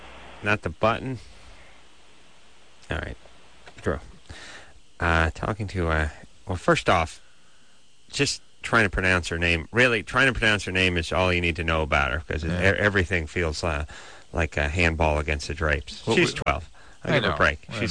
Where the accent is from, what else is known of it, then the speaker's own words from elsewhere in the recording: Los Angeles, California, United States; I'm from North Hollywood.